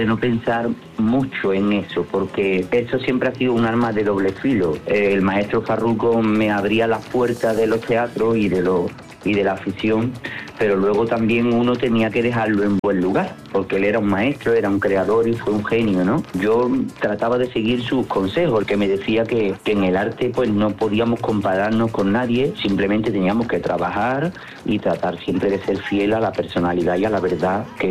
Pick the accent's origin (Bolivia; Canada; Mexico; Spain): Spain; Seville, Andalusia; Bailar en Sevilla siempre es una responsabilidad también y me pongo atacado siempre cada vez que voy a bailar mi tierra